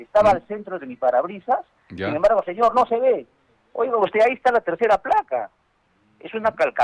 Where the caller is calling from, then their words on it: La Joya, Arequipa, Peru; yo soy de La Joya